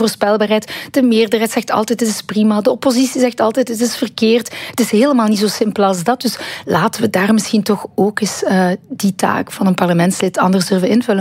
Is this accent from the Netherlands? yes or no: no; Ghent, Flanders, Belgium; ook gewoon een Vlaamse ben. Ik ben van Gent, ik ben van Vlaanderen.